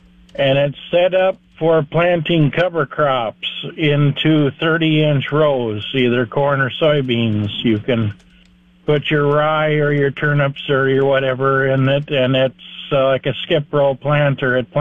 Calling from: Canby, Minnesota, United States; from Canby, Minnesota.

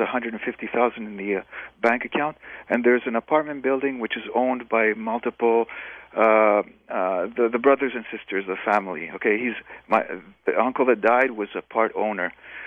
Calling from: Montreal, Quebec, Canada; So I'm also in Montreal right now.

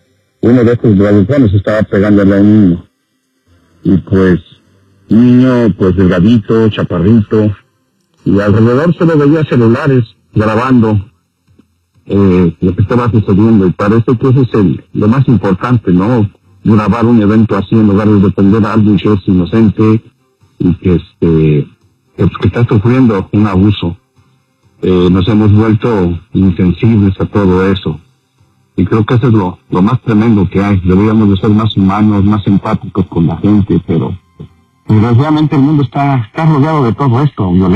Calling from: Florida, United States; Buenos días, Andreina, de aquí de la Florida, exactamente de Beauvin.

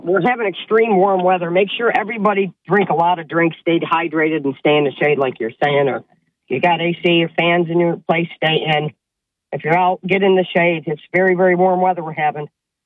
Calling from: Harpursville, New York, United States; from Harpersville.

